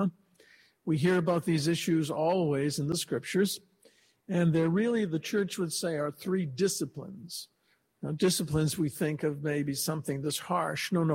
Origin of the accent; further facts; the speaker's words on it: Boston, Massachusetts, United States; I'm a Bostonian